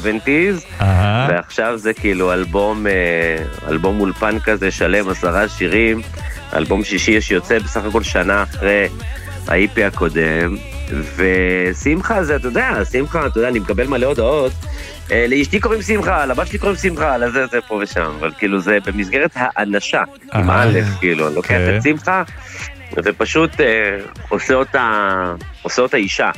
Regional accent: Hosen, Northern District, Israel; את התמונה של הבית שגדלתי בו במושב, מושב חוסן

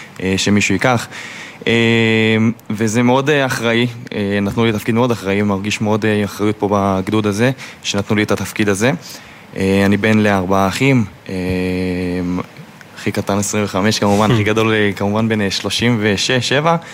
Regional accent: Modiin, Central District, Israel; בן 25, אני ממודיעין.

